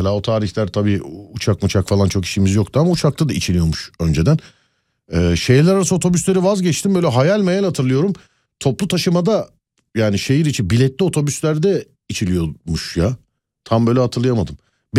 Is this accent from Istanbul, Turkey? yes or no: yes; Istanbul, Turkey; 42 yıllık İstanbulluyum. Nişantaşı, Bomonti, Cihangir'e hiç gitmedim.